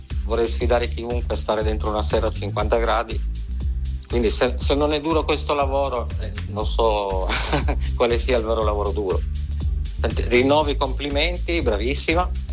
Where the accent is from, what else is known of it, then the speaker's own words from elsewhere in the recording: Catania, Sicily, Italy; quando abitavo a Catania, perché sono catanese di origine